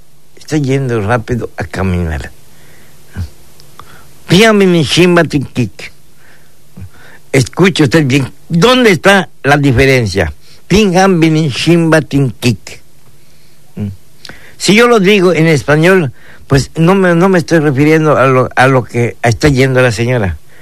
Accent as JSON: {"language": "Spanish", "region": "Yucatán Peninsula", "country": "Mexico", "said": "nosotros somos de aquí de la península de Yucatán, somos mayeros 100%"}